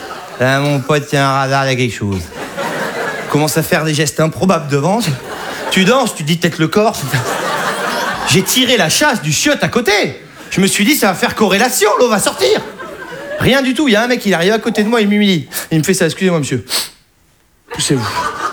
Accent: Saint-Émilion, Nouvelle-Aquitaine, France; moved away as an adult; now in Paris, France; je viens de Saint-Émilion.

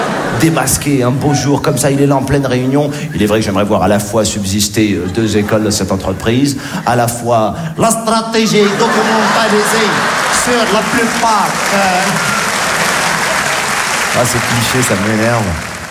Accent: Morocco; born there; Je suis né au Maroc. Ce qui est bien quand t'es marocain, quand tu vas aux States

